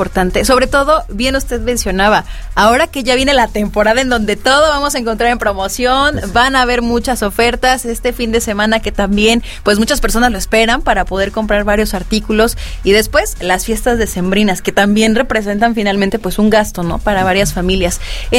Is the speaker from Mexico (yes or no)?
yes; Mexico